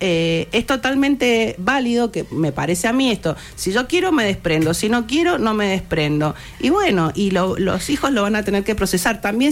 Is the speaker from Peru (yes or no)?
no; Argentina